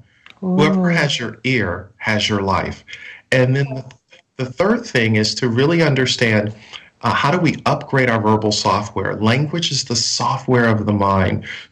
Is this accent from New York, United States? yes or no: yes; Buffalo, New York, United States; now in Orlando, Florida, United States; When I was 14 years of age, growing up in Buffalo, New York